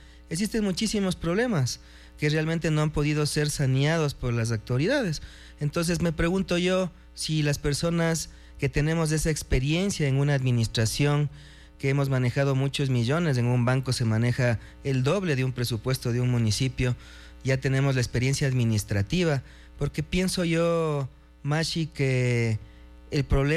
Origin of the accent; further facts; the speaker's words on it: Latacunga, Cotopaxi, Ecuador; he vivido casi toda mi vida aquí en La Tacunga, estudié en la escuela La Salle, en el colegio Hermano Miguel, y tuve la oportunidad de salir de la ciudad a la Pontificia Universidad Católica del Ecuador.